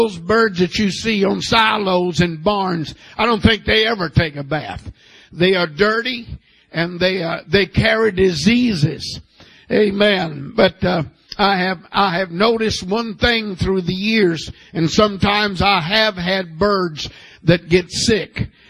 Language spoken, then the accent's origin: English; United States; born there; I have dual citizenships. Amen. I am an American by natural birth.